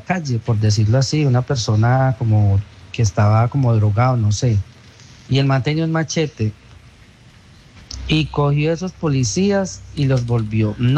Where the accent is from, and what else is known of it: Pereira, Risaralda, Colombia